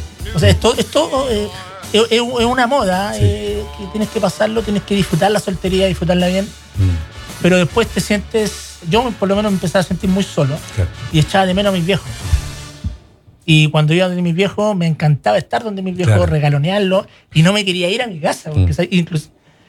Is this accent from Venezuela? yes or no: no; Santiago, Santiago Metropolitan, Chile; moved away as an adult; also born or lived in Valdivia; now in Castro, Chile; yo soy santiaguino.